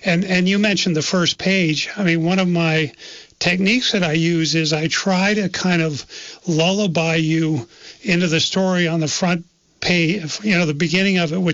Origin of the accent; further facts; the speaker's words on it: St. Johnsbury, Vermont, United States; which was the way it was growing up in St. Jay.